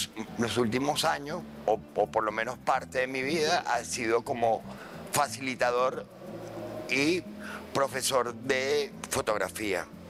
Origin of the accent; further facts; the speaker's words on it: Venezuela; Soy fotógrafo venezolano.